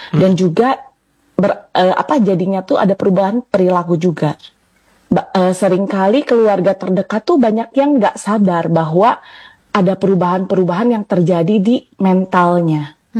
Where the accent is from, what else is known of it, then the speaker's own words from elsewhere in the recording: Bandung, West Java, Indonesia; Iya, aku dari Bandung.